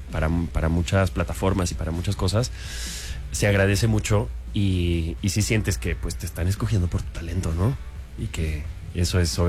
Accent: Peru; yo soy peruano.

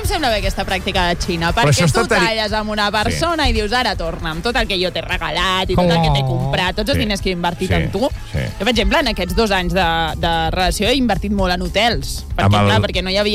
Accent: Catalonia, Spain; jo soc molt catalana.

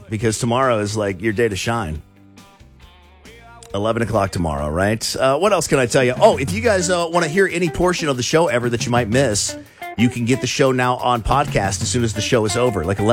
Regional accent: the South, United States; I'm like, dude, I'm from the South. What are you talking about? I'm from further south than you are.

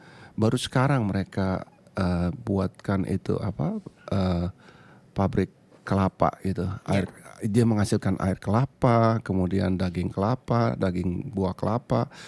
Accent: Tobelo, North Maluku, Indonesia; Di tempat saya di Tobelo itu ya ada satu pabrik di tempat asal saya gitu, Bu Sandra.

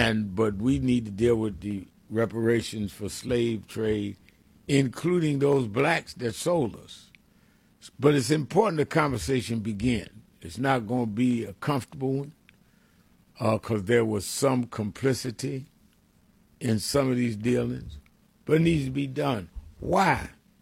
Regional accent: Brooklyn, New York, United States; Well, I was born and raised in Brooklyn. I'll be preaching in Brooklyn this Sunday, I believe. Yeah, I'm going home, Brooklyn, and preach.

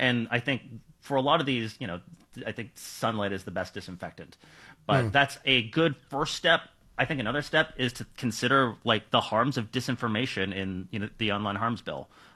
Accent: Canada

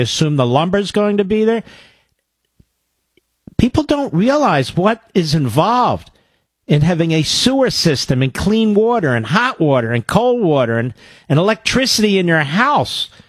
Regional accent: Pennsylvania, United States; transplant. Yeah, I'm from Montgomery.

